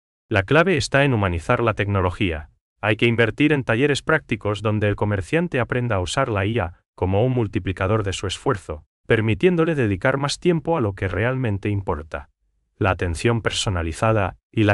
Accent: Paraguay; nosotros como paraguayos ponemos en cada trato

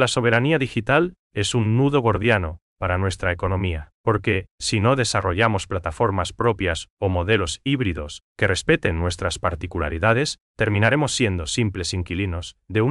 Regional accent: Paraguay; esa chispa humana que nos identifica como paraguayos

